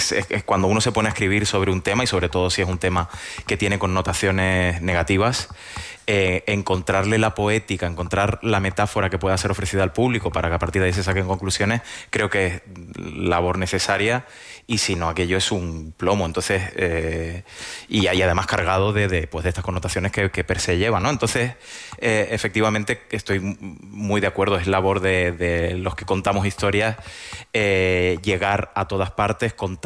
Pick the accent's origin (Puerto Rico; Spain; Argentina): Spain; Canary Islands; yo, en mi caso, siendo tinerfeño, defiendo mi tinerfeñismo